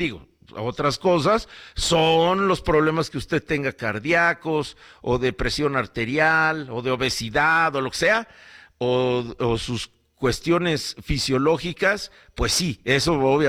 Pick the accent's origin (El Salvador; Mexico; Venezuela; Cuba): Mexico; la humanidad más cercana que tengo, que somos los mexicanos